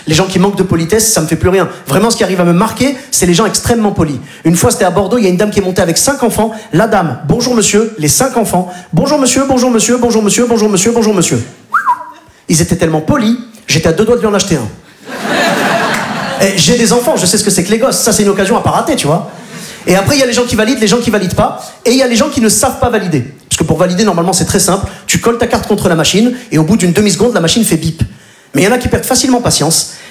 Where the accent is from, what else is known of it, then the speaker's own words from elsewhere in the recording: Morocco; Donc vous l'aurez compris … je suis originaire du Maghreb, du Maroc plus précisément.